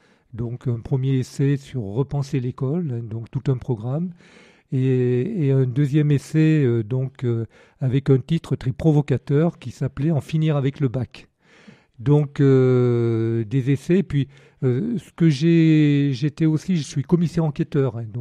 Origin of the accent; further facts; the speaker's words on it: Annonay, Auvergne-Rhône-Alpes, France; moved away as an adult; now in Carcassonne, France; je suis un Ardéchois et je suis fier d'être Ardéchois puisque je suis né à Annonay, donc dans le nord de l'Ardèche, et j'ai poursuivi mes études en dehors de l'Ardèche, mais jusqu'au baccalauréat, donc j'ai habité à Annonay.